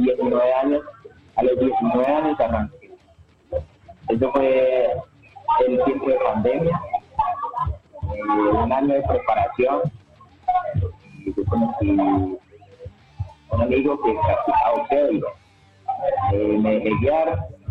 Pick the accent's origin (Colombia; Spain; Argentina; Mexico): Colombia; yo vengo creciendo en San Mateo, aquí en Chamaco. Yo vengo desde el barrio.